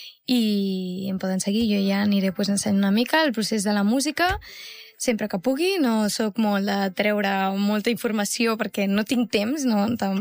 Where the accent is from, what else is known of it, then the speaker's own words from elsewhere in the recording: Catalonia, Spain; tenim la gent del Maresme de viure en un poble. Jo estic molt agraïda i per això havia de fer una cançó del meu poble.